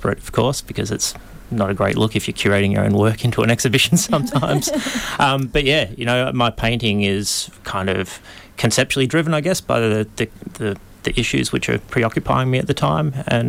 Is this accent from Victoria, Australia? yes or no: yes; Melbourne, Victoria, Australia; now in Sunshine Coast, Australia; I'm from Melbourne originally.